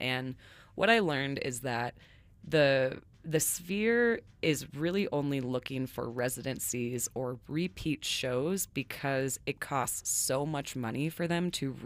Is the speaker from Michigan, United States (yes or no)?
no; Reno, Nevada, United States; I'm a native Nevadan. I'm from Reno, so I'm always very interested in the goings-on in Vegas.